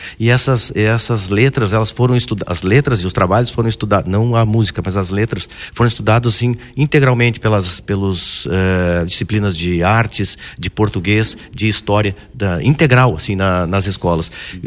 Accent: Cacequi, Rio Grande do Sul, Brazil; born there; now in Rio Grande, Brazil; numa estância dos parentes lá de Cacique, onde eu me criei, da onde tem essa veia nativista, assim, né, esse gosto, esse amor pela cultura do sul.

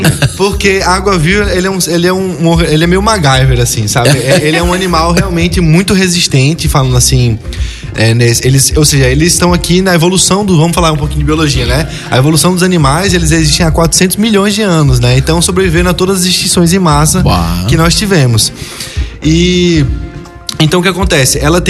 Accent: João Pessoa, Paraíba, Brazil; moved away as an adult; also born or lived in Petrópolis, Rio de Janeiro; now in Rio Grande, Brazil; Eu sou originalmente da Paraíba. Na verdade, minha família é do Rio de Janeiro, né? De Petrópolis, mas eu fui muito pequeno, desde os 1 ano de idade, a gente foi morar em João Pessoa, na Paraíba.

